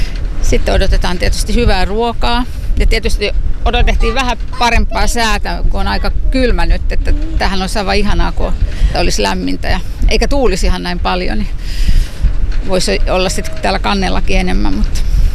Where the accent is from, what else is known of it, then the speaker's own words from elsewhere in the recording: Tampere, Pirkanmaa, Finland; Ihan täältä Tampereelta.